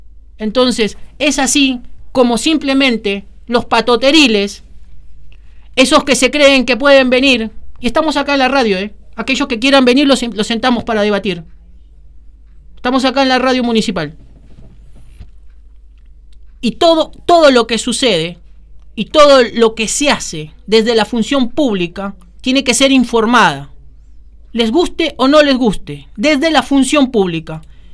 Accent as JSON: {"language": "Spanish", "country": "Argentina", "said": "nosotros somos ciudadanos argentinos"}